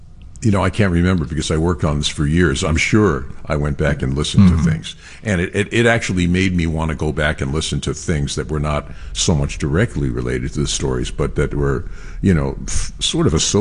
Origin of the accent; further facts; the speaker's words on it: New York, United States; moved away as an adult; I grew up in Brooklyn and Queens